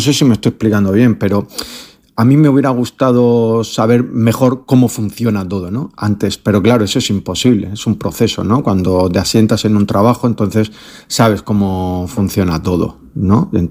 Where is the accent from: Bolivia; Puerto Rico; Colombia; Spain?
Spain; Region of Murcia; yo soy puro, puro murciano, yo soy